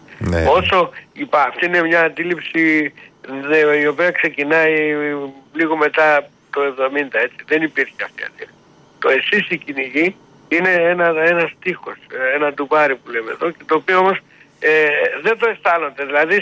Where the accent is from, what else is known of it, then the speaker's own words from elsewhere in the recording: Kastoria, Western Macedonia, Greece; Όταν έγινε στο χωριό μου στην Καστοριά, από την άλλη μεριά, όταν έγινε βενζινάδικο μετά από πολλά χρόνια, έκλεισε μετά από λίγο καιρό.